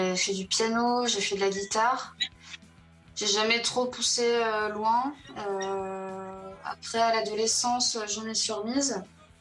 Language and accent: French; Brittany, France; also born or lived in south of France; now in Paris, France; je suis bretonne, j'ai vécu dans le sud de la France également.